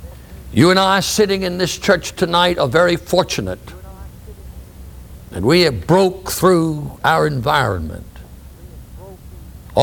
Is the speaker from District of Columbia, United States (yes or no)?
yes; Washington, District of Columbia, United States; moved away; As I grew up in Washington, D.C., and pastored there later on as a Christian